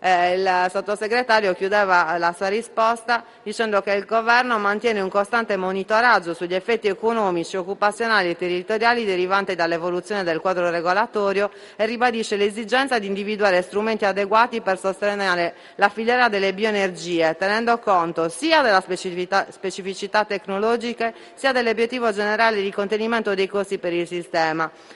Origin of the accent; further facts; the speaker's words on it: Sardinia, Italy; in Sardegna, nella mia terra